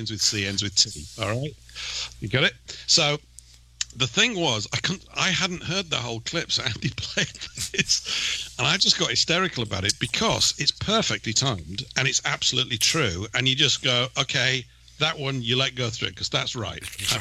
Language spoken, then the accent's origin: English; Yorkshire and the Humber, United Kingdom; near there, mate, which is where I'm from, right?